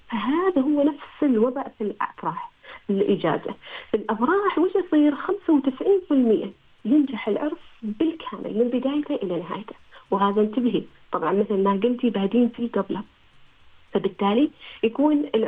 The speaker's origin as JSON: {"language": "Arabic", "country": "Oman", "said": "فقلنا لهم نحن من عمان"}